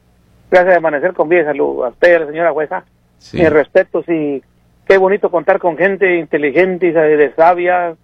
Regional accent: San Juan de los Lagos, Jalisco, Mexico; yo soy ranchero jalisciense, nacido en San Juan de los Lagos, Jalisco, ranchero que todavía me la llevo con los caballos y el ganado aquí

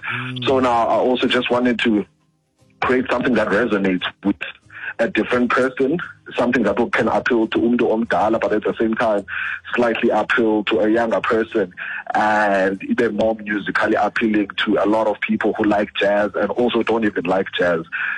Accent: Cape Town, Western Cape, South Africa; moved away as an adult; now in Mthatha, South Africa; right now I'm based in Mthatha, but I grew up in Cape Town. Basically, almost my entire life I grew up there.

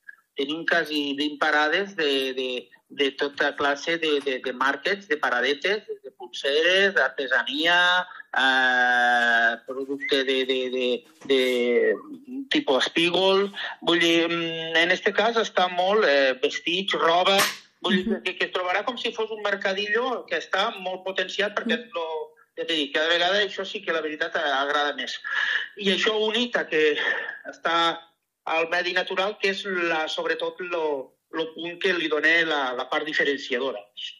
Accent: Rossell, Valencian Community, Spain; vam considerar que Rossell era un bon lloc, perquè nosaltres som de Rossell, per fer una miqueta de territori i de pertenència

